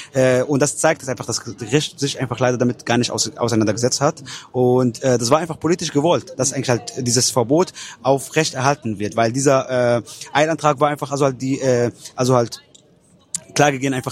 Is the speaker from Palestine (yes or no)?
yes; Palestine